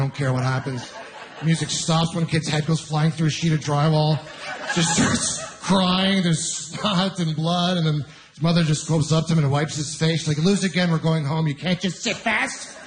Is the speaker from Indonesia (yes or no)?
no; Ontario, Canada